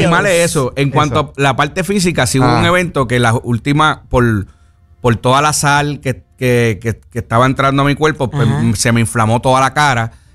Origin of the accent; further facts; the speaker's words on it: Puerto Rico; Yo soy el deportista puertorriqueño con más récord Guinness.